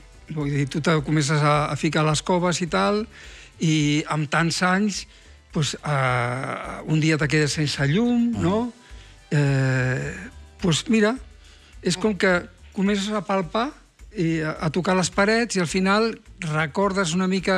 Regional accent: Quesa, Valencian Community, Spain; jo sóc d'un poble de València

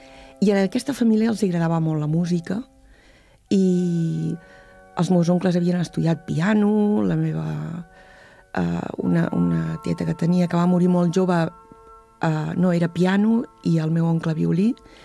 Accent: Malgrat de Mar, Catalonia, Spain; El meu avi va fer la primera impremta a Malgrat, al poble d'on soc

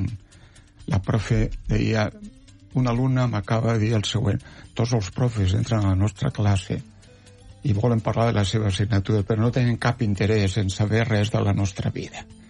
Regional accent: Catalonia, Spain; jo sóc un quinqui del Baix Llobregat.

